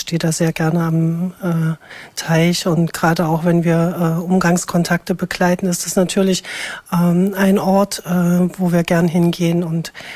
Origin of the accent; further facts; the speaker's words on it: Apolda, Thuringia, Germany; ich bin in Apolda aufgewachsen und arbeite jetzt seit 3 Jahren hier im Landkreis im Pflegekinderdienst und bin froh, in meiner Heimatstadt arbeiten zu dürfen.